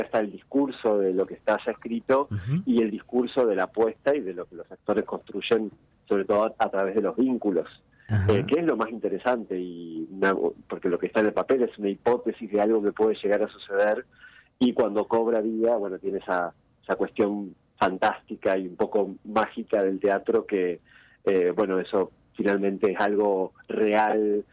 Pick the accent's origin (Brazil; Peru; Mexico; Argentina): Argentina; Gualeguay, Entre Ríos; un festival en Gualeguay, que es de donde soy yo, en Entre Ríos.